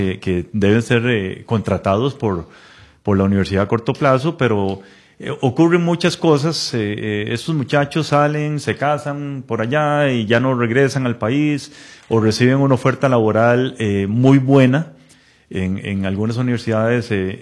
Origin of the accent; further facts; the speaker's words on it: Sabanilla, San José, Costa Rica; Yo soy de Sabanilla y Montes de Oca.